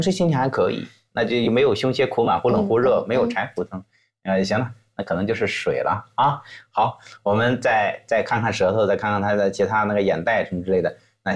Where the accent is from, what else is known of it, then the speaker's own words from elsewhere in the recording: China; 那对于我们中国人而言的话呢，我们喜欢相对这个丰盛一点，